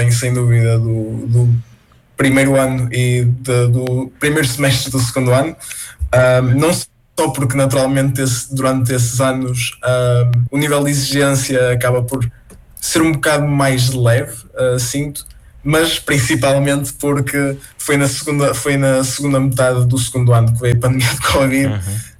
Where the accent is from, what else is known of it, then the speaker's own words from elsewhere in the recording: Braga, Norte, Portugal; moved away; Eu nasci e cresci em Braga, depois também andei na universidade em Braga